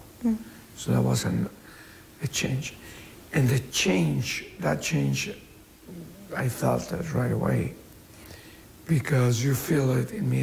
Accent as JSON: {"language": "English", "country": "Mexico", "tie": "born or raised there", "moved": "as an adult", "lives_now": "United States", "said": "Well, I grew up in Mexico, and so it's true. More and more, I realized a big change when I was sent to the United States"}